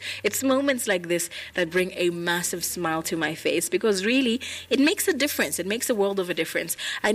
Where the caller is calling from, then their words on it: Zambia; I'm calling from Windbeek, Zambia.